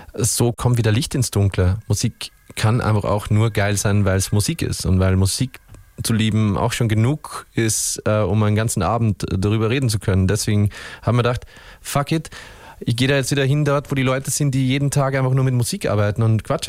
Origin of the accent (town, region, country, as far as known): Upper Austria, Austria; now in Vienna, Austria